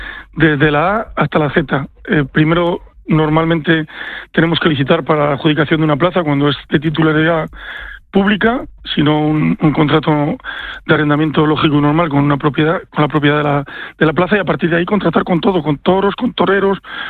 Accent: Castile and León, Spain; en la comunidad de Castilla y León, donde somos originarios de Valladolid

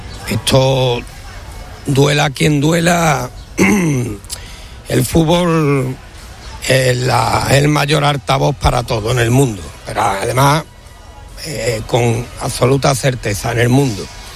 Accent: Gerena, Andalusia, Spain; moved away; hace 15 días estuve en Sevilla, estuve en mi pueblo, en Gerena

